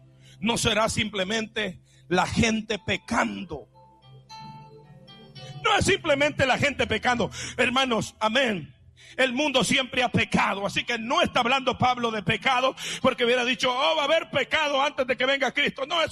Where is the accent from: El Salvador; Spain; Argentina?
El Salvador; moved away; allá en mi país, El Salvador